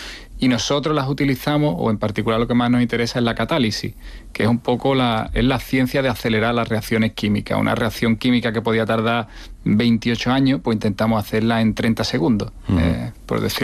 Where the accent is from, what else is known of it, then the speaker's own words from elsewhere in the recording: Seville, Andalusia, Spain; Yo vine a Sevilla porque soy de Sevilla, hice mi tesis de hecho en ese mismo sitio